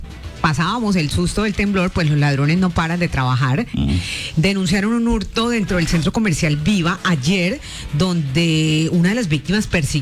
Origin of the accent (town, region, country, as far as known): Colombia